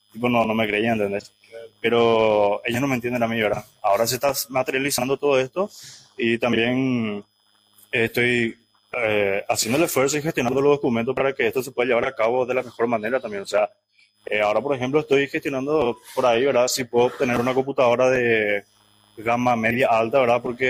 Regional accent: Paraguay; soy el único paraguayo que va a ir a esa universidad.

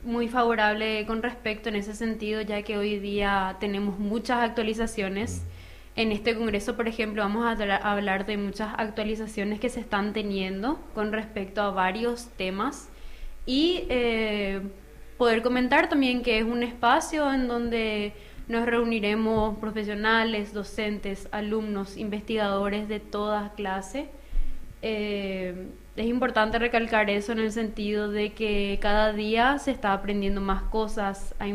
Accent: Encarnación, Itapúa, Paraguay; Sí, también. De Encarnación.

